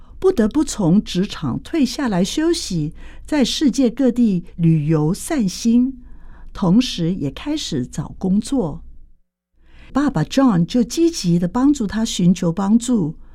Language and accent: Chinese; Guangdong, China; 简直是我们广东人说的“便靓正”